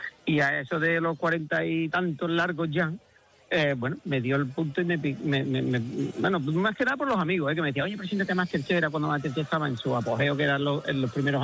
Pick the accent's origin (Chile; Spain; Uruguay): Spain; Andalusia; Y yo creo que Andalucía en aquel momento, y sigue ser muy desconocida por el resto del mundo, y teníamos que contar cosas.